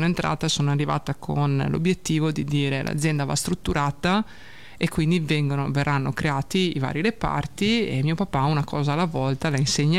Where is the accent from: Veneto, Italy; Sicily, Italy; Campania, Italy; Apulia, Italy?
Veneto, Italy; Giustissimo, no? Okay. Veneta doc.